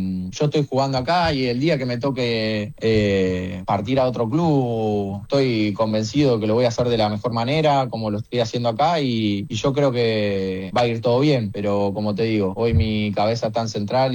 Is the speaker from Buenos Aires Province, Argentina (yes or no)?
no; Rosario, Santa Fe, Argentina; also born or lived in Gualeguaychú; soy más rosarino que entrerriano, es la realidad. Yo viví un solo año en Gualeguaychú y ya al año y medio ya estaba acá en Rosario. Pero sí, o sea, soy nacido en Gualeguaychú, al fin y al cabo.